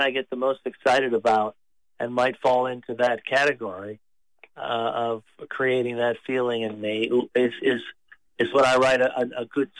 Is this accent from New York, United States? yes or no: yes; New York, United States; also born or lived in North Carolina; I was born in North Carolina, and my mother was from South Georgia, but I was a suburban New York kid.